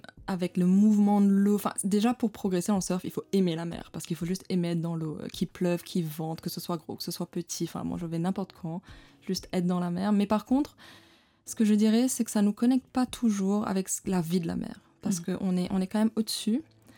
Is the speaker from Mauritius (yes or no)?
yes; Tamarin, Rivière Noire, Mauritius; born or raised there